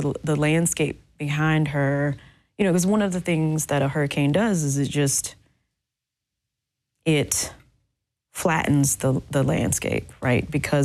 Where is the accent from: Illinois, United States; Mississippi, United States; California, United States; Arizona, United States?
Mississippi, United States; I live on the Mississippi Gulf Coast, right, and my hometown is on the back of the Bay of St. Louis, right